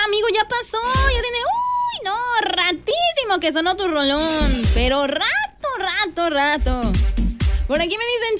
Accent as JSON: {"language": "Spanish", "town": "Cautlapan", "region": "Veracruz", "country": "Mexico"}